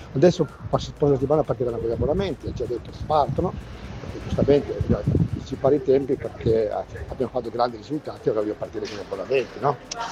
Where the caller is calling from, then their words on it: Cuneo, Piedmont, Italy; da Cuneo.